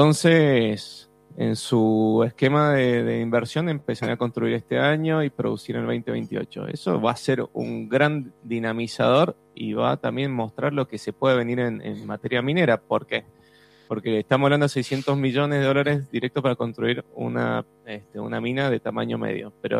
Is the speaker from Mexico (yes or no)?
no; Mendoza, Argentina; Y acá quiero ser muy mendocino, ¿no? Porque yo me di cuenta de lo que somos como ciudad de Mendoza